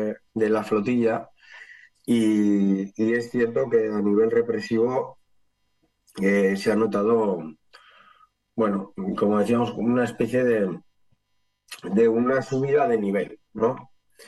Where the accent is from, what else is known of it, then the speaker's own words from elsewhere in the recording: Basque Country, Spain; nosotras fuimos como delegación vasca